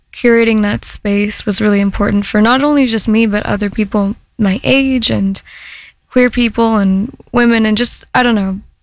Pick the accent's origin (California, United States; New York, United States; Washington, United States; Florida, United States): Florida, United States; I discovered the punk scene in my local area. I'm from North Florida.